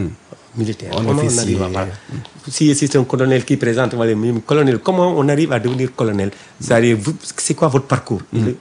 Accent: Germany; first language German; French is a second language; Je suis allemand c'est ma première langue aussi.

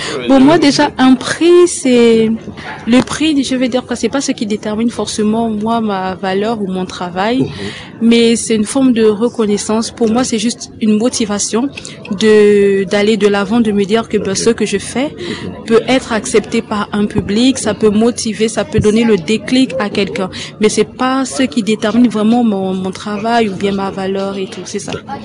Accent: Gabon; moved away; moi, je viens de l'Afrique subsaharienne, du Gabon.

